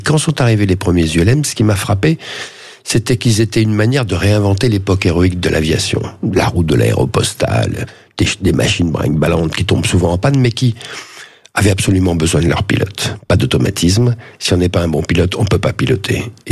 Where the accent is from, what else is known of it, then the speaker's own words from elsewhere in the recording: Corsica, France; dans ma jeunesse en Corse